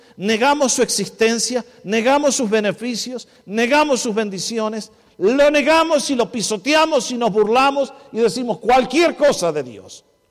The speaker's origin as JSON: {"language": "Spanish", "country": "Argentina", "said": "Yo soy pastor argentino, perfecto, como se imagina, pero no tengo el poder de hacer nada de eso por ustedes."}